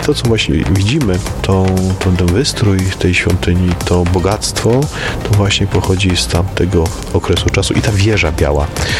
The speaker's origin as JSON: {"language": "Polish", "town": "Kalisz", "region": "Greater Poland Voivodeship", "country": "Poland", "tie": "born or raised there", "said": "I ja pamiętam jeszcze jako dziecko, tutaj będąc na ulicach miasta Kalisza"}